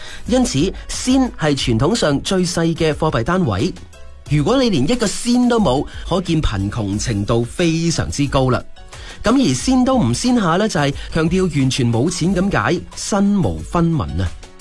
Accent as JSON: {"language": "Cantonese", "region": "Guangdong", "country": "China", "said": "我们广东人"}